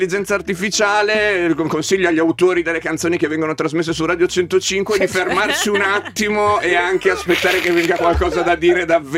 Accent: Ferrara, Emilia-Romagna, Italy; E poi io sono comunque del nord-est, perché vengo da Ferrara, quindi ce l'ho purtroppo nel DNA lo stacanovismo.

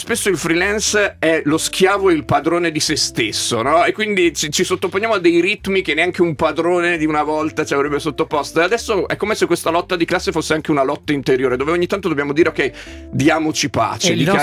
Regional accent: Ferrara, Emilia-Romagna, Italy; E poi io sono comunque del nord-est, perché vengo da Ferrara, quindi ce l'ho purtroppo nel DNA lo stacanovismo.

